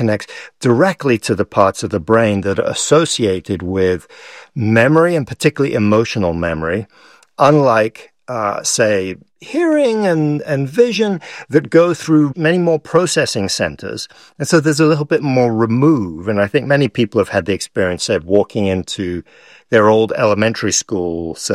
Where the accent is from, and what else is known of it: Paris, Île-de-France, France; born or raised there